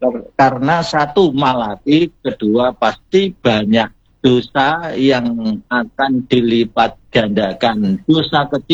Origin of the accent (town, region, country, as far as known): Java, Indonesia